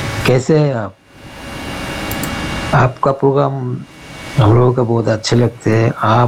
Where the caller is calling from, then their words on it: Bidhannagar, West Bengal, India; मैं बंगाल से … बोल रहा हूँ। मेरा डिस्ट्रिक्ट है दार्जिलिंग, मेरा गांव है विधाननगर।